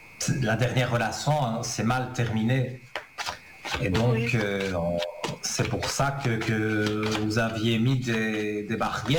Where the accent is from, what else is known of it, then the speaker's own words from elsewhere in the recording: Italy; Ah oui, moi je suis pur italien aussi.